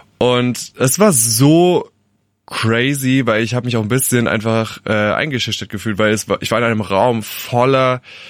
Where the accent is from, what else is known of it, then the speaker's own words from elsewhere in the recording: Rhineland-Palatinate, Germany; als kleiner Junge in einem 400-Einwohner-Dorf mit 20% AfD aufzuwachsen